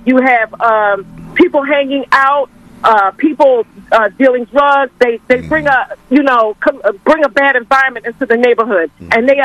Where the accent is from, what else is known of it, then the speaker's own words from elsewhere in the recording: Philadelphia, Pennsylvania, United States; Where I grew up in Chestnut Hill